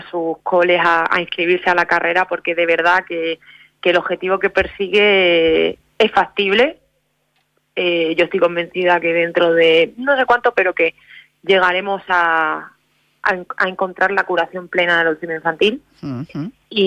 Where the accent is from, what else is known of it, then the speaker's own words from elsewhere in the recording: Extremadura, Spain; accent: Extremaduran; also born or lived in Salamanca; No sé si me lo has notado por el acento, sí, yo soy extremeña.